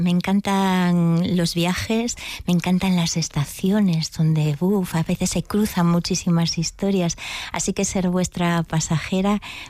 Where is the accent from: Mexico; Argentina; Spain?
Spain; Galicia; Bueno, yo conozco, soy gallega y conozco un poquillo la tradición oral